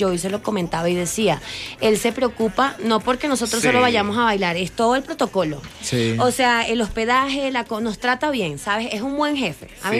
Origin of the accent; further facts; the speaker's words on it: Carora, Lara, Venezuela; moved away as an adult; also born or lived in Valencia, Venezuela; now in Bogotá, Colombia; Vale, bueno, yo soy de Valencia. Una de las ciudades principales, pero criada en un pueblo, se llama Carora, en el estado Lara.